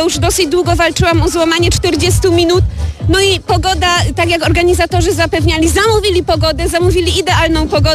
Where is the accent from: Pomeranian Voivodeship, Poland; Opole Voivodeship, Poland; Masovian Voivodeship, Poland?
Opole Voivodeship, Poland; Nakło; przyjechałam z Nakła, to taka miejscowość pod Opolem